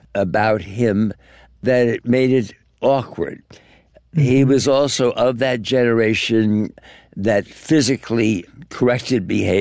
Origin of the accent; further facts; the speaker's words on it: East Coast, United States; because we were growing up on the East Coast with my mother, and when we'd come out to see my father